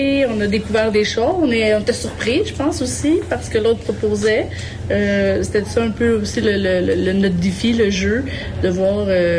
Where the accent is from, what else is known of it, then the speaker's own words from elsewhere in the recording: Montreal, Quebec, Canada; on est montréalaise. On est venu jusqu'ici pour faire l'exposition.